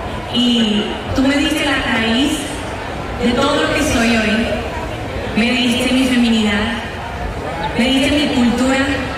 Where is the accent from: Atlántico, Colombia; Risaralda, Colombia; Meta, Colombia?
Atlántico, Colombia; Barranquilla; born there; gracias por hacerme caribeña, por hacerme barranquillera y por hacerme costeñita.